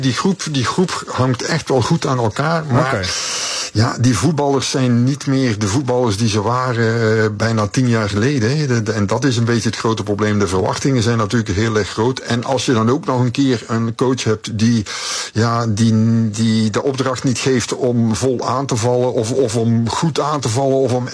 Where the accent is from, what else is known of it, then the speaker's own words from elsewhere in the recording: Belgium; En blijkbaar zijn wij Belgen daar goed in.